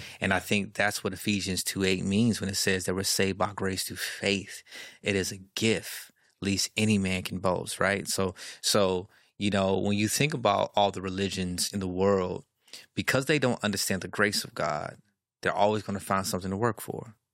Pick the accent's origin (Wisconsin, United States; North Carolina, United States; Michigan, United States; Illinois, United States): Illinois, United States; Chicago; it's my Chicago Bulls cap, because I'm from Chicago.